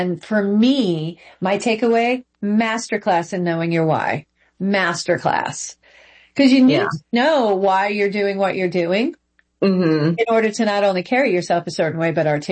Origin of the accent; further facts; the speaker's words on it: New York, United States; now in Southern US; because I'm a New Yorker, we don't really do pageants up there. When I came down south, I was like, why is there a pageant for everything?